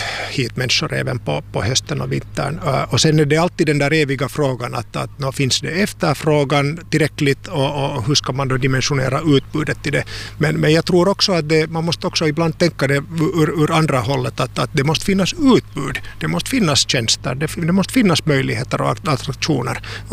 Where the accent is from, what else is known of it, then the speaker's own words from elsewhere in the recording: Tampere, Pirkanmaa, Finland; also born or lived in Helsinki; Alltså jag är ju ursprungligen Tammerforspojke. Jag har vuxit upp i Tammerfors och gått svenska samskolan i Tammerfors